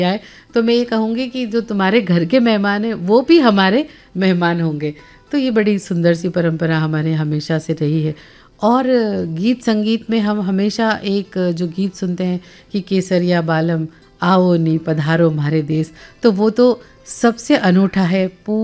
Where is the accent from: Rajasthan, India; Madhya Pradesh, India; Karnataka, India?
Rajasthan, India; हमारे यहाँ तो जो मेवाड़ का एक शब्द है पधारना